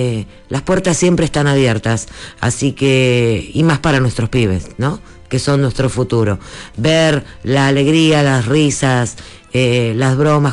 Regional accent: Buenos Aires, Argentina; yo que soy de Barracas

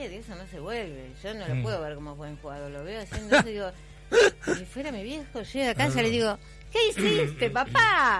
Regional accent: Argentina; somos intensos los argentinos

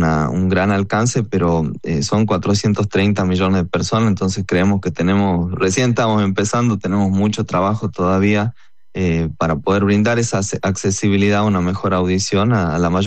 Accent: Tilcara, Jujuy, Argentina; Yo soy de Tilcara, claro. En la quebrada de Humahuaca.

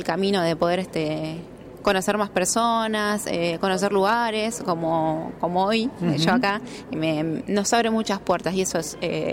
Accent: Pico Truncado, Santa Cruz, Argentina; Soy hija de la Patagonia también, soy de Pico Truncado, Santa Cruz.

